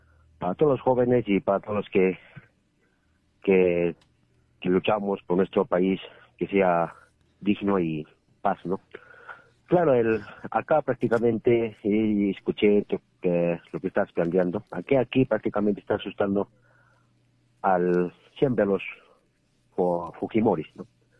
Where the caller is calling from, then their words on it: Puno, Peru; acá de Puno, aymaras y quechuas